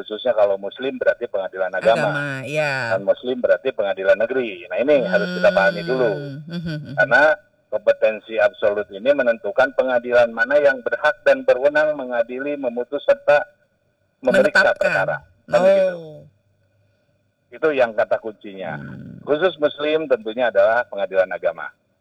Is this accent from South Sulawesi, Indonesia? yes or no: no; West Java, Indonesia; kabupaten kota kita ini, Jawa Barat tercinta ini